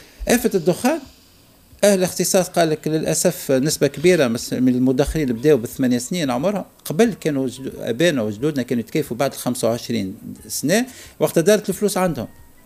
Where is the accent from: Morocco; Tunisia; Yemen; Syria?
Tunisia; احنا تونسي